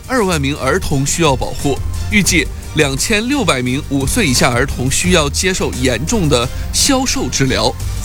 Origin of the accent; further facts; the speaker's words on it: Australia; 其中就包括了43名咱们澳洲人